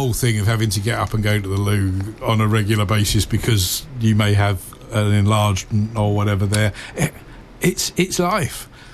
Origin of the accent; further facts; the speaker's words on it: East of England, United Kingdom; Yeah, thank you. Yeah, South Essex. Yes.